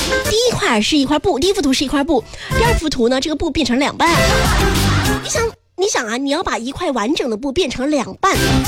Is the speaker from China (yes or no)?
yes; Meishan, Sichuan, China; now in Huizhou, China; 因为我的家乡就是在四川眉山。